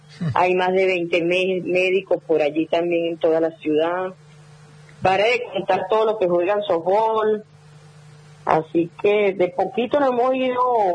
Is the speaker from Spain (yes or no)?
no; Venezuela; now in Bahía Blanca, Argentina; somos casi 300 venezolanos en este grupo de WhatsApp, acá en Bahía.